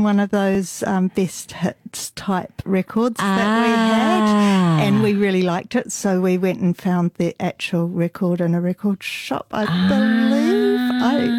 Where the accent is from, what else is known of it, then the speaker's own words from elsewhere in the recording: East of England, United Kingdom; No, I was actually born in Essex.